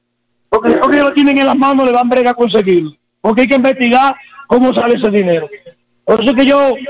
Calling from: Dominican Republic; eso son cosas que irritan a uno como dominicano.

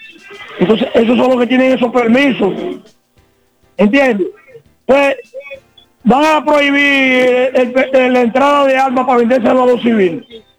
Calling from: Baní, Peravia, Dominican Republic; Aquí somos de aquí de Baní

